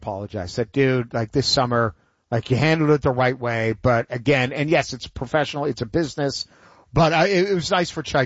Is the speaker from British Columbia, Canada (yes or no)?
no; Toronto, Ontario, Canada; born there; oh, I was born in Toronto, so I always score against Toronto.